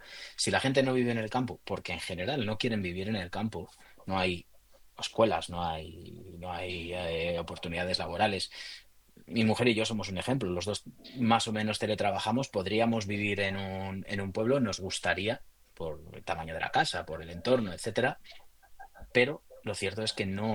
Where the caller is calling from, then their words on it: Guadalajara, Castilla-La Mancha, Spain; Yo soy de Guadalajara, además mi pueblo estaba muy cerca del incendio de la Mierla, de Cogolludo.